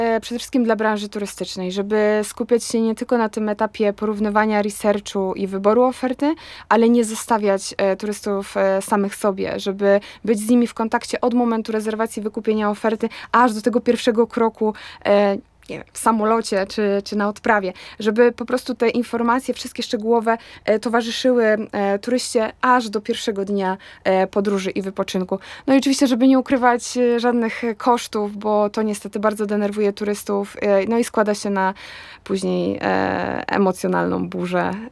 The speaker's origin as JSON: {"language": "Polish", "town": "Łódź", "region": "Łódź Voivodeship", "country": "Poland", "said": "a my jesteśmy z Łodzi, więc jeszcze czeka nas ta podróż"}